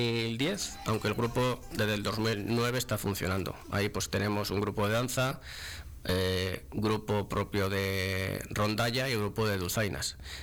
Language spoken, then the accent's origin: Spanish; Santa María, Castile and León, Spain; porque somos todos amigos de Santa María.